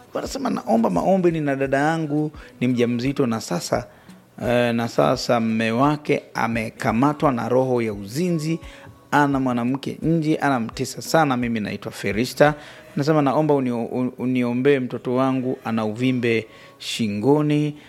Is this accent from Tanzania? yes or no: yes; Mafinga, Iringa, Tanzania; natokea Mafinga.